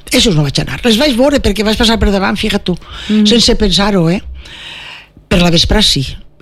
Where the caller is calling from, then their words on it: Oliva, Valencian Community, Spain; conec el meu poble. Perquè Oliva és molt Oliva.